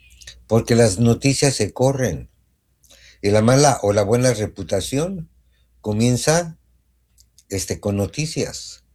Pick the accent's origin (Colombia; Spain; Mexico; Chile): Mexico; Mexico City; Yo pensé que él iba a ir a la América, porque pues los dos somos del DF, pero no.